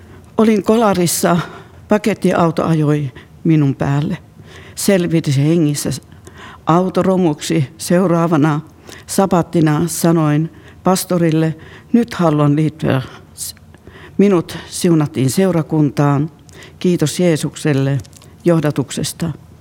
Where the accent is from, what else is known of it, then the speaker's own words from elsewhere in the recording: Sweden; moved away as an adult; now in Finland; Tulen Ruotsista. Olen asunut 50 vuotta Ruotsissa ja muutin tänne Suomeen 8 vuotta sitten.